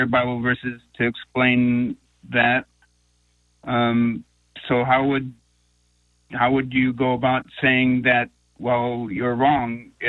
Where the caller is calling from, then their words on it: Washington, United States; Washington State, northwest pocket here.